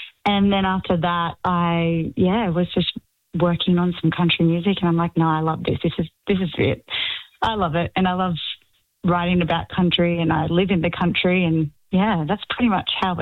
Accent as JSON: {"language": "English", "town": "Woolgoolga", "region": "New South Wales", "country": "Australia", "tie": "born or raised there", "moved": "yes", "said": "I grew up in Woolgoolga when I was younger, so I love north."}